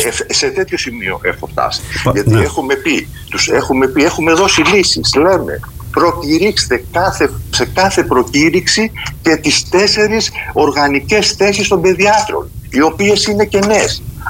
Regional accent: Greece; Γιατί και εγώ Ακητινός είμαι εδώ πέρα, μεγάλωσα, εδώ είναι η ζωή μου, το αγαπάω το νησί μου.

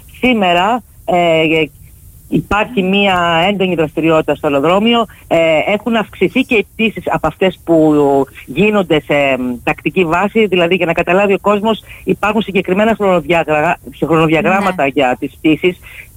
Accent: Greece; now in Zakynthos, Greece; Πραγματικά νιώθω περήφανη πρώτα σαν Ελληνίδα

